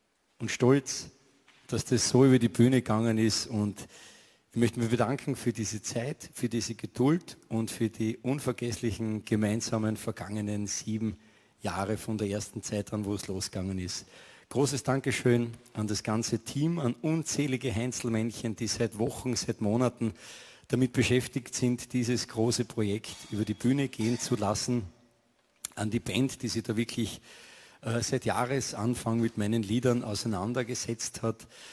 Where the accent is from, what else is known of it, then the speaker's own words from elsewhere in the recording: Styria, Austria; Als Steirer Bub sitze ich jetzt